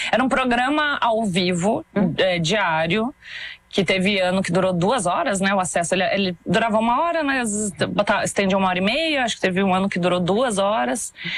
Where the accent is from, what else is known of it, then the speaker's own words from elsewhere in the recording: Rio Grande do Sul, Brazil; accent: gaúcho; moved away as an adult; now in São Paulo, Brazil; No nosso dialeto, muito. Não, mas eu vou seguir no Bá.